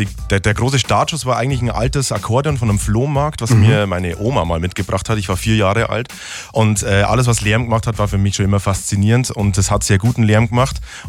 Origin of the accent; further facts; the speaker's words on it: Mitterteich, Bavaria, Germany; also born or lived in Tirschenreuth; Naja, ich glaube gebürtig in Tirschenreuth, aber aufgewachsen natürlich in Mitterteich, genau. Und nicht mein ganzes Leben lang in Mitterteich gewesen, aber wieder da gelandet.